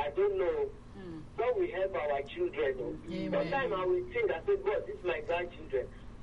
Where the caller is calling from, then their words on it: Ibeju, Lagos, Nigeria; I'm calling from Ibeju.